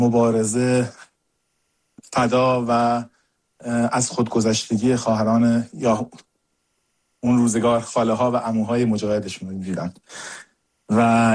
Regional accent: Iran; moved away; علی رضا و من کسانی هستیم که در ایران به دنیا اومدیم، در اونجا بزرگ شدیم، سختی ها و مرارت ها و مشکلات اونجا رو تجربه کردیم و بعد اومدیم اینجا

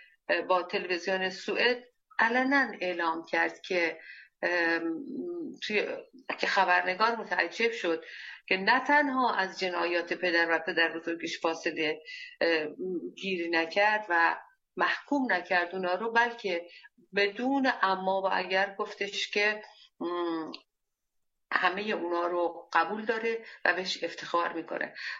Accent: Iran; به عنوان یک ایرانی که دلش برای آزادی مردم ایران میتپه

